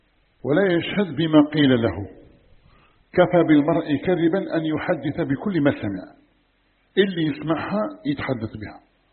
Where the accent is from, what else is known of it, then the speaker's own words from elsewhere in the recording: Algeria; عندنا في الجزائر